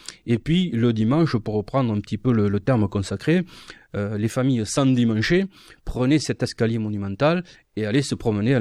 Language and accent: French; Decazeville, Occitanie, France; Oui, parce que moi, je suis natif de la ville de Cazeville et je suis né donc sur le carreau de mine du puits numéro 1.